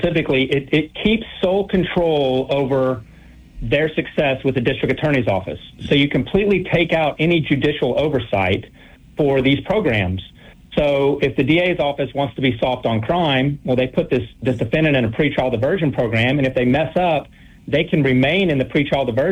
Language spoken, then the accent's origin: English; Conroe, Texas, United States; now in Fort Bend County, United States; When I was probably 8 or 9 years old, I grew up in Montgomery County in Conroe, Texas.